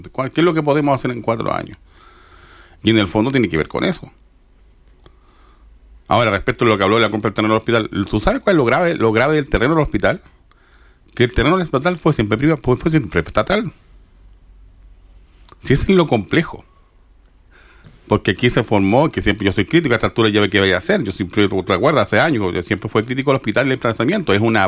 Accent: Chile; nosotros nos tenemos miedo a nosotros mismos como chilenos.

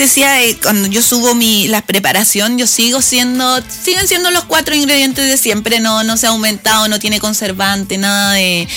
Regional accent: Coquimbo, Chile; also born or lived in La Serena / Caleta San Pedro; tan de nosotros, tan coquimbano

